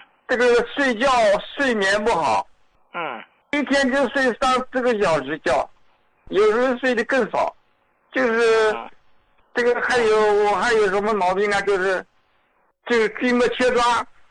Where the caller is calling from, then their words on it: Nanjing, Jiangsu, China; 你好，胡老，我是南京的胡椒老膏的受用者。